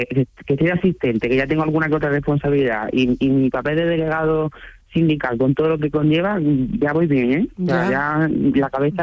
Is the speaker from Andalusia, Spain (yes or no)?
yes; Córdoba, Andalusia, Spain; also born or lived in Seville / Granada; now in Málaga, Spain; Pues mira, yo soy nacido en Córdoba, entonces pues en mi ciudad evidentemente, en Sevilla, en Granada y en Málaga, que es donde estoy a día de hoy viviendo y trabajando.